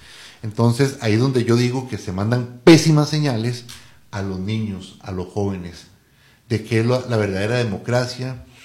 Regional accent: Costa Rica; como un costarricense le van a decir, no podés, porque andás con un farol que diga, páguele a la caja, o fuera Chávez, o lo que sea, me impidan participar de una actividad tan costarricense, ¿verdad?, como es el desfile de faroles.

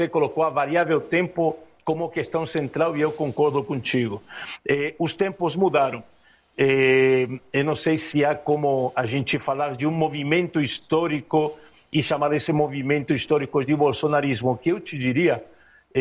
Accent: Argentina; now in Brazil; Sou argentino, naturalizado brasileiro, moro aqui há 25 anos

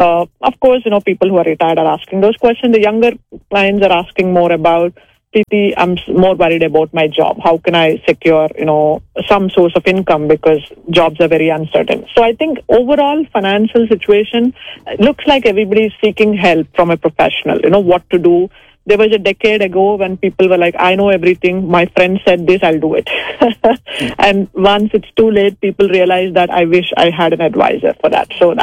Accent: Atlanta, Georgia, United States; Actually, I'm in Orlando, Florida. I'm from Atlanta, Georgia, but this event is happening in Orlando.

